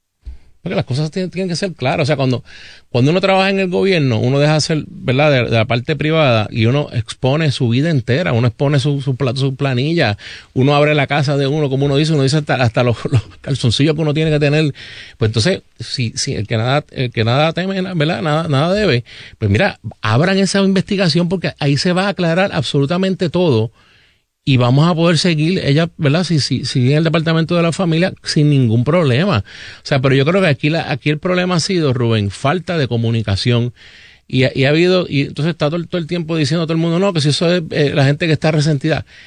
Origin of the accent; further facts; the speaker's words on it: Puerto Rico; Como exsecretario, como funcionario y como puertorriqueño.